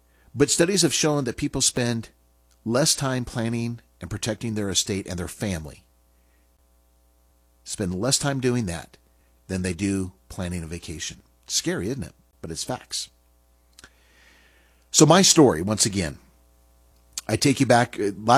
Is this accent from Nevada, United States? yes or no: yes; Reno, Nevada, United States; I was raised in Reno. He worked for Bill Lear on the Learjet. I spent my childhood years out in Stead.